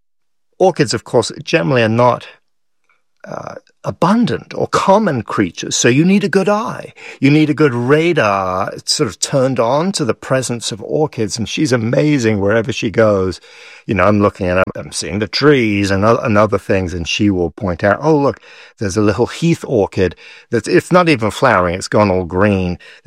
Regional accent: Paris, Île-de-France, France; born or raised there

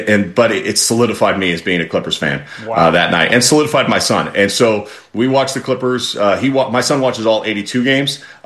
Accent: Bay Area, California, United States; growing up in the Bay Area, I wasn't really a Warriors fan.

